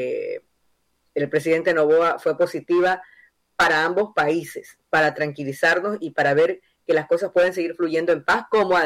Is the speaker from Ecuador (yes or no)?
yes; Ecuador; Nosotros como ecuatorianos tenemos esperanza de que las cosas mejoren.